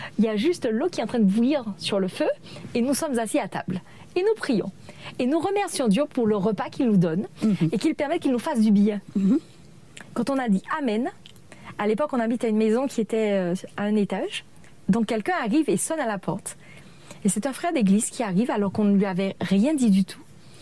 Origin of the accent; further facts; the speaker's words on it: Le Vauclin, Martinique; also born or lived in Venezuela; j'ai grandi d'abord au Venezuela et ensuite en Martinique, où je suis venue habiter avec ma mère et mon frère.